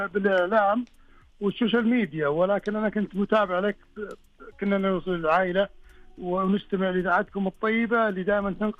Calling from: Al-Kharj, Riyadh Province, Saudi Arabia; من محافظة الخرج.

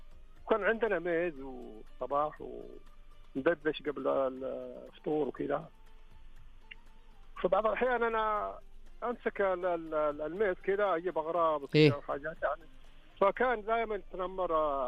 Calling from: Riyadh, Riyadh Province, Saudi Arabia; والله طالع من الرياض راجع البيت بعد الدوام.

